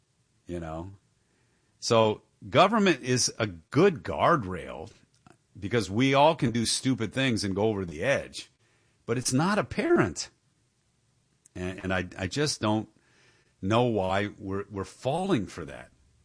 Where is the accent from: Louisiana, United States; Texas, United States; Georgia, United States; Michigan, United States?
Michigan, United States; Dearborn; It's happening in Dearborn, my hometown.